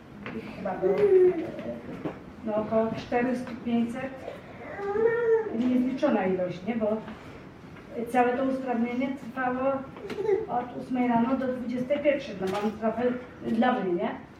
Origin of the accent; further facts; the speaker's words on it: Toruń, Kuyavian-Pomeranian Voivodeship, Poland; born there; also born or lived in Łódź; bo jestem z Łodzi. Mnie znalazł w szpitalu zakaźnym. I z tego, co mi opowiadali, to minęło równo 9 miesięcy, kiedy oni się zdecydowali, najpierw był mój starszy brat Paweł, a po 9 miesiącach przybyłam ja do Turnia.